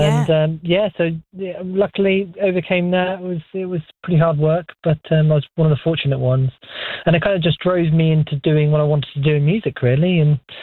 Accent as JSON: {"language": "English", "town": "Great Yarmouth", "region": "East of England", "country": "United Kingdom", "tie": "born or raised there", "said": "me growing up in Great Yarmouth."}